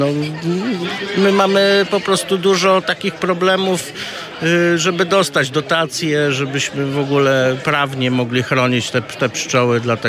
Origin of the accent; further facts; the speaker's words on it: Greater Poland Voivodeship, Poland; bo po prostu ja stąd jestem. Mieszkam od Kalisza 50 kilometrów, zaraz za Ostrowem. Jestem stąd, prowadzę tu swoją pasiekę w rejonie Dolina Baryczy, w Natura 2000.